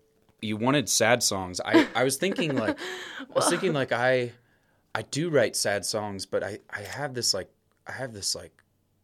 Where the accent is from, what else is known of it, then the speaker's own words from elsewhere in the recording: Pocatello, Idaho, United States; I grew up in Pocatello, Idaho, southern